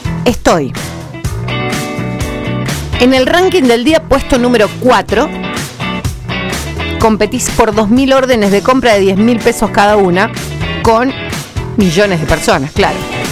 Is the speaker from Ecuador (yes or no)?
no; Punta Alta, Buenos Aires Province, Argentina; moved away; Allá se va para mis pagos. Para mi pago, para mi pueblo hermoso, se va para Punta Alta